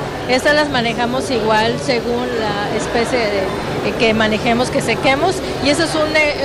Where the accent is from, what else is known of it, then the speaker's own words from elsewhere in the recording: Mérida, Yucatán, Mexico; Pues aquí estamos presentes, somos de Mérida, Yucatán.